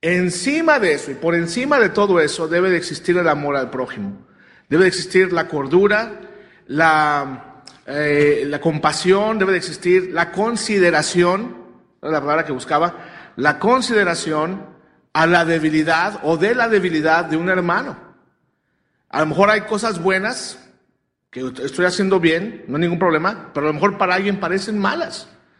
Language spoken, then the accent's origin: Spanish; Mexico; moved away; Si usted creció como yo crecí en México, sin arbolito de Navidad